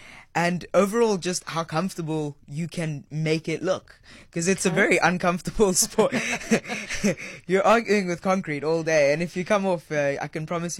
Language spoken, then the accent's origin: English; Namibia; moved away as an adult; now in South Africa; So I grew up in Namibia. I've got the dual citizenship.